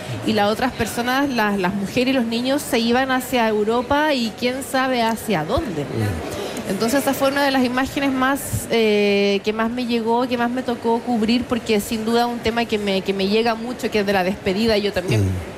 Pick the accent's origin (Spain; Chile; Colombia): Chile; moved away; yo les explico que soy chilena.